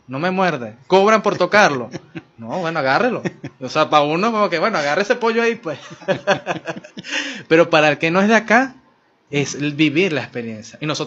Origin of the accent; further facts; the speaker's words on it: Barquisimeto, Lara, Venezuela; Nosotros quienes somos de Lara, quienes somos de Barquisimeto